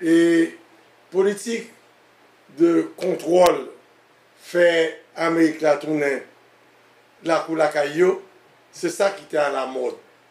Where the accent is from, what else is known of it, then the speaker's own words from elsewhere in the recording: Haiti; Nous sommes d'Haïti, nous des jeunes petits garçons.